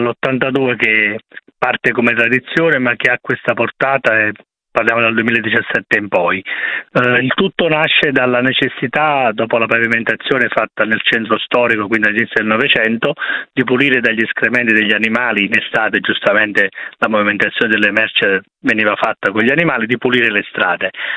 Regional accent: Campagna, Campania, Italy; ma non perché sono di Campania

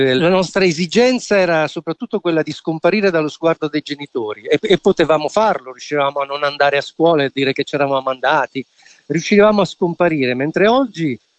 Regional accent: Marche, Italy; la campagna marchigiana, che è anche un'altra ambientazione che io conosco molto bene essendo marchigiano, e anche se della costa

